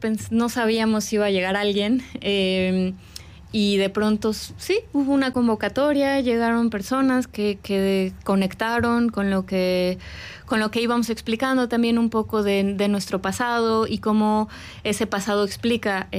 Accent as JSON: {"language": "Spanish", "country": "Mexico", "said": "nosotras como mexicanas trabajamos sobre México"}